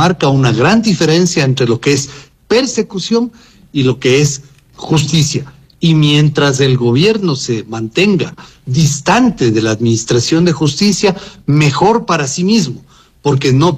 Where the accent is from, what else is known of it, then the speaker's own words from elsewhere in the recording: Ecuador; creo que nosotros como ecuatorianos debemos